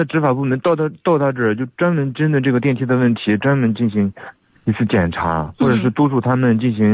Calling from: Yanhu District, Shanxi, China; 我是盐湖区的。

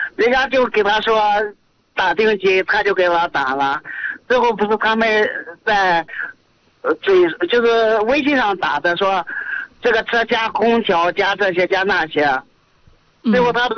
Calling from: Linyi, Shanxi, China; 我就临沂县的。

